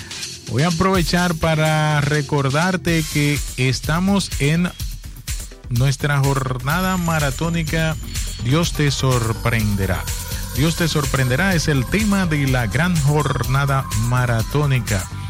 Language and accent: Spanish; Higüey, La Altagracia, Dominican Republic; Yo soy de Santana, de Higüey. Ahí donde se hace una longaniza buenísima.